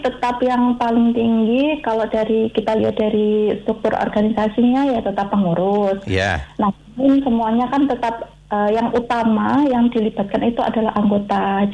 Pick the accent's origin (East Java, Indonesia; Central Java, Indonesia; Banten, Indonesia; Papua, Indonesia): East Java, Indonesia; Malang; moved away as an adult; now in Central Lampung, Indonesia; Dari Kota Malang, Jawa Timur. Kemudian saya kebetulan pindah ke Lampung itu sekitar bulan Desember. Lampung Tengah.